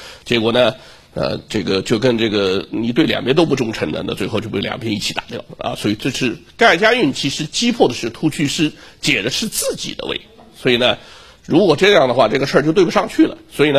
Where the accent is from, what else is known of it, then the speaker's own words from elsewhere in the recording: Yunnan, China; moved away; 南诏就是我老家云南这个地方。